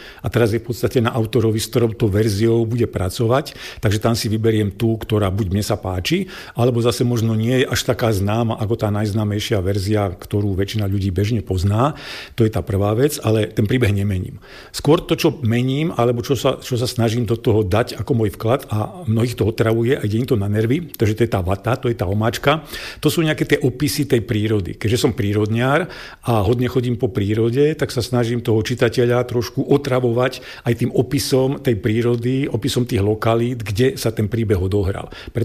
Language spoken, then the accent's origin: Slovak; Brezno, Banská Bystrica Region, Slovakia; also born or lived in Zvolen; now in Sliač, Slovakia; som Hugáň, čiže narodil som sa v Brezne a v podstate celý ten svoj život som sa veľmi nepohol medzi Breznom a Zvolenom, pretože v Brezne som sa narodil, vo Zvolení som študoval, potom som vo Zvolení býval a pracoval, momentálne žijem v Sliači a pracujem v Banskej Bystrici